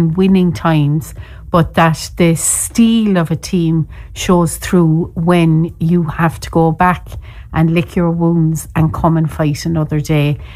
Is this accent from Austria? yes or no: no; Cork, Munster, Ireland; I am the storyteller from Cork. And in Cork today we are nursing the broken hearts.